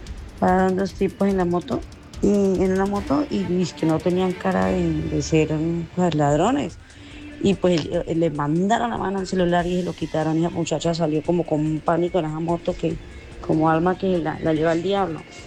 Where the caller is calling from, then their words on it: Neiva, Huila, Colombia; yo vivo aquí en el norte, en Neiva